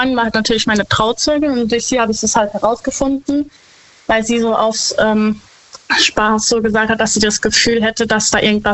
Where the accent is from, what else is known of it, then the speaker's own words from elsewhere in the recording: Herxheim, Rhineland-Palatinate, Germany; Ich komme aus Herxheim bei Landau.